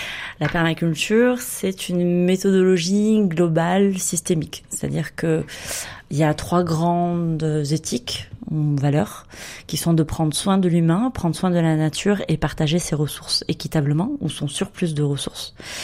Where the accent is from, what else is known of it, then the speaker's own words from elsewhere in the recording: Montpellier, Occitanie, France; Alors moi, j'ai grandi à Montpellier.